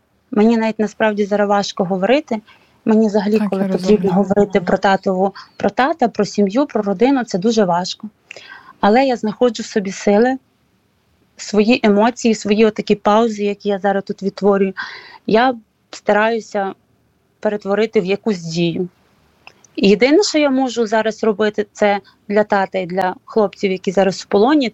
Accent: Ivano-Frankivsk, Ivano-Frankivsk Oblast, Ukraine; now in Warsaw, Poland; Кожної неділі у Івано-Франківську, я сама з Івано-Франківська, проходять акції підтримку безвісти зниклих і полонених.

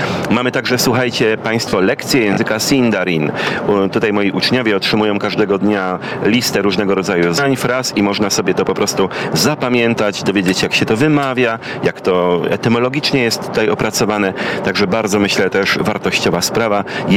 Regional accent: Silesian Voivodeship, Poland; Ja sam jestem Ślązakiem i zawsze bardzo cieszę się na spotkanie z nimi, bo zawsze moja znajomość tej mowy moich przodków jeszcze polepszona.

